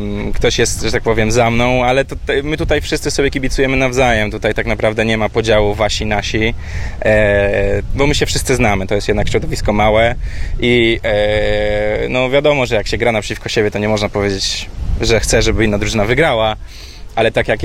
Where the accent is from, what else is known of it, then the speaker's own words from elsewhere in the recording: Gdańsk, Pomeranian Voivodeship, Poland; now in Warsaw, Poland; Dzisiaj mam, ja z Gdańska jestem, a do Warszawy dojeżdżamy cały weekend z tatą, żeby grać.